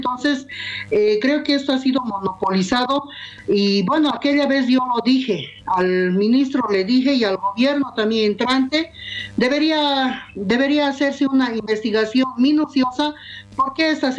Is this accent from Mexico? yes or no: no; Bolivia; now in Cochabamba, Bolivia; nosotros como bolivianos